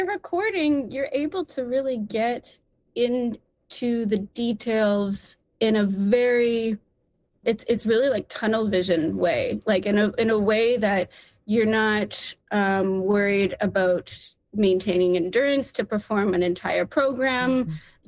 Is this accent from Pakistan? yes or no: no; Regina, Saskatchewan, Canada; he is currently based in Winnipeg, which is close to where Catherine and I are from. We're originally from Regina.